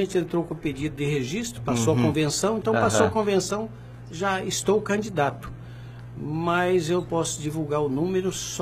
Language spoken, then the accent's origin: Portuguese; Araguaia region, Brazil